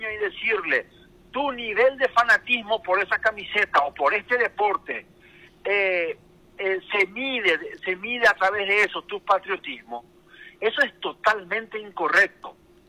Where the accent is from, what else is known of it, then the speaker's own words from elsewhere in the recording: Paraguay; El verdadero patriota, yo que me siento paraguayo de verdad, no quiero que esa frase se utilice en un campo de fútbol.